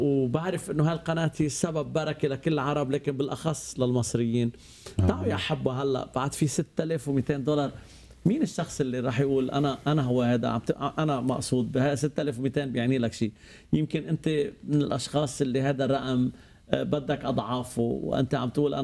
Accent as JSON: {"language": "Arabic", "country": "Lebanon", "said": "يعني انا مؤمن صار 43 سنه"}